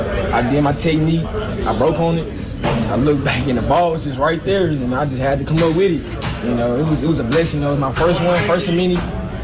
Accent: Texas, United States; then I'm from Texas.

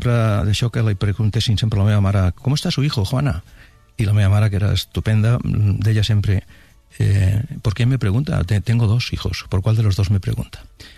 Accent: Barcelona, Catalonia, Spain; Recordo que al meu barri, a Sant Gervasi, hi havia un alcalde d'aquell moment, bon tipus

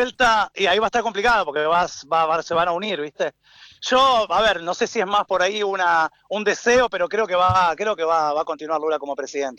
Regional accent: Argentina; now in Brazil; Mirá, te cuento, yo ya vivía acá en Brasil 3 años, y volví para Argentina, estuve como unos 3, 4 años en Argentina.

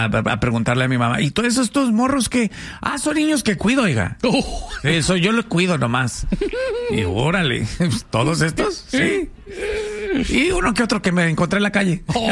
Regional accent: Culiacán, Sinaloa, Mexico; nosotros venimos de Culiacán, oiga.

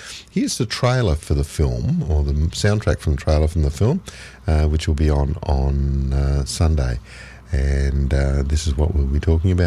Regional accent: Australia; we are Australian. There we go. I am Australian.

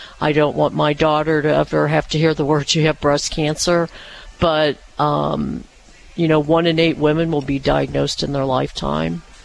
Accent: Peoria, Illinois, United States; also born or lived in California / St. Louis; now in Springfield, United States; eventually I moved back to Central Illinois. I'm from Peoria.

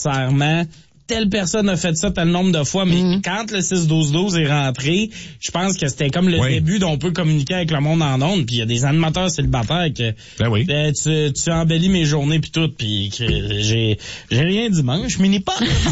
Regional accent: Quebec, Canada; Je suis québécois.

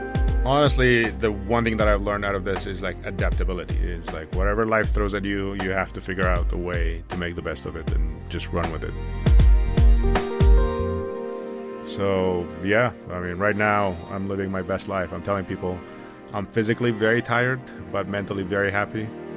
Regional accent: Syria; So the owner is from Vietnam, and we're from Syria. We grew up drinking Turkish coffee.

